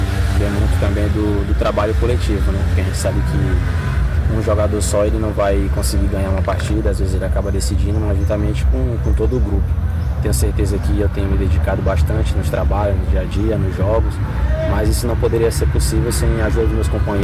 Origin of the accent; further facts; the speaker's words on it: São Luís, Maranhão, Brazil; now in Amapá, Brazil; sou da cidade do Maranhão, eventualmente de São Luís, mas hoje estou defendendo as cores do Amapá